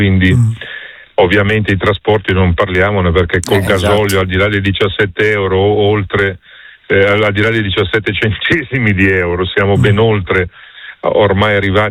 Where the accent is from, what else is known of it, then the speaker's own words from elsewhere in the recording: Liguria, Italy; Io poi, per esperienza, essendo ligure